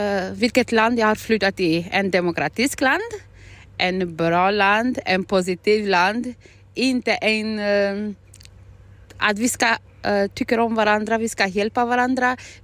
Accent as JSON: {"language": "Swedish", "country": "Kosovo", "second_language": "Swedish", "moved": "yes", "lives_now": "Sweden", "said": "Kosovo. Mm. Jag kommer från Kosovo, men jag har bott i Sverige i 10 år."}